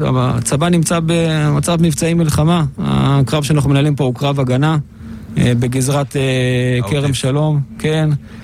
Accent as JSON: {"language": "Hebrew", "region": "Southern District", "country": "Israel", "said": "אני מאזור הדרום."}